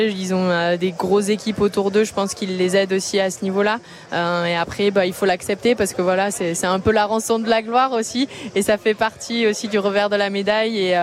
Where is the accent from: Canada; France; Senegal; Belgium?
France; Occitanie; mais c'est mon territoire ici. C'est l'Ariège, là où j'ai grandi, là où j'ai fait mes premières pistes aussi au Mont-Dolm. Donc on peut dire que je suis la locale de l'étape aujourd'hui